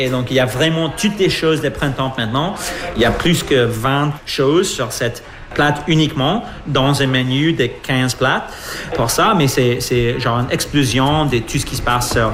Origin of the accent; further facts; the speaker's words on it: Toronto, Ontario, Canada; Après mon travail partout dans le monde, comme je viens de Toronto, j'ai commencé à travailler avec le vignoble Pearl Morissette.